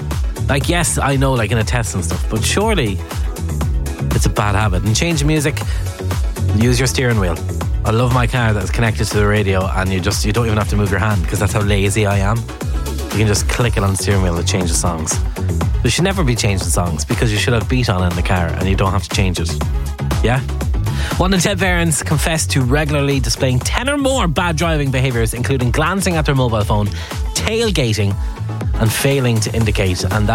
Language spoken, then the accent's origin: English; Carlow, Leinster, Ireland; Hey, I'm from Carlow.